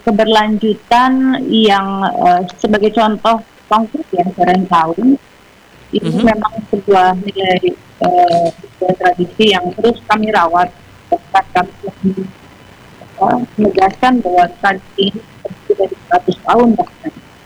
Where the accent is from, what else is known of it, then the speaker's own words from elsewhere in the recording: West Java, Indonesia; terkhusus kita sebagai Sunda. Kita sudah kehilangan akal kita sebagai Sunda sendiri.